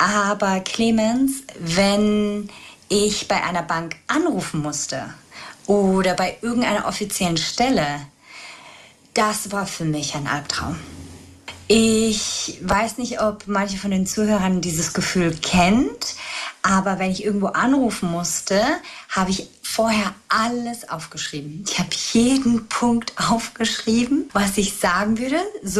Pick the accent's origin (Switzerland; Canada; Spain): Spain; moved away as an adult; now in Germany; Ich bin in Spanien aufgewachsen, bin mit 19 dann nach Deutschland gezogen, ganz alleine. Ich bin nur mit einem Koffer nach Deutschland gezogen, keiner, der mich begleitet hat.